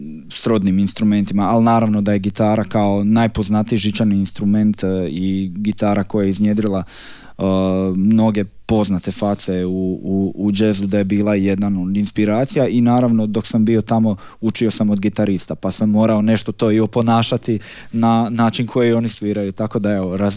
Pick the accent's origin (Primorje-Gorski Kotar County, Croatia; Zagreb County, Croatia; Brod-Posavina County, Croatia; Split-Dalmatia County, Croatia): Brod-Posavina County, Croatia; Slavonski Brod; i ja sam slučajno baš iz Slavonskog Broda.